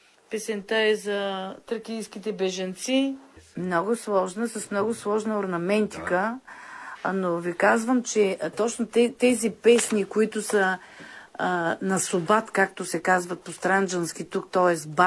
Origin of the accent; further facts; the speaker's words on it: Gramatikovo, Burgas Province, Bulgaria; moved away; Тук всяка година също съм и гост на село Граматиково, родното ми място.